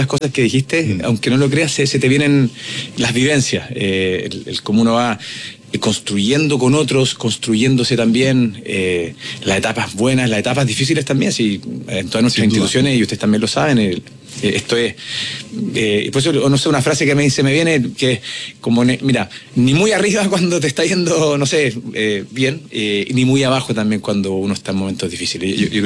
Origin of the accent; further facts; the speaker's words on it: Coya, O'Higgins, Chile; Y yo nací allá, nací en Coya, en la mitad de la cordillera, en la mitad de los cerros, con inviernos con nieve